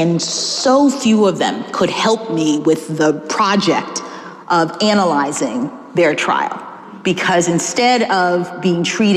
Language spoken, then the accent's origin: English; Miami, Florida, United States; We thought we were being clever because he was from Boston and I was from Miami.